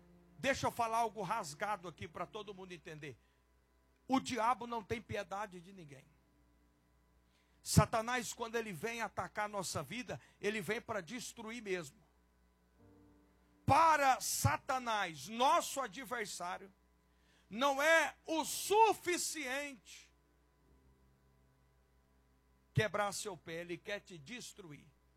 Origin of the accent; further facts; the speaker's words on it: Goiás, Brazil; accent: goiana; E eu vou usar uma linguagem bem goiana lá na minha cidade